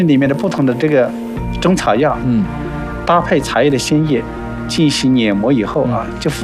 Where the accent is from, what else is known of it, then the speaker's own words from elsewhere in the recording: Yanling, Hunan, China; 我的家乡啊，就是神农的那个陵寝地所在地，所以我们那个县就叫做延陵县。所以说我们家乡这个茶就是不种自生的